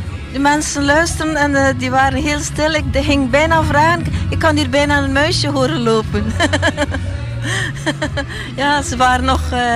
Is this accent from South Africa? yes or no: no; Deinze, Flanders, Belgium; Ja, dat is de radio, ik ben van Deinzen.